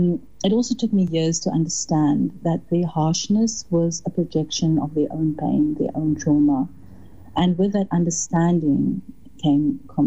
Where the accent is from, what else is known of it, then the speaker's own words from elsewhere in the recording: Cape Town, Western Cape, South Africa; growing up in Cape Town during the latter part of the apartheid years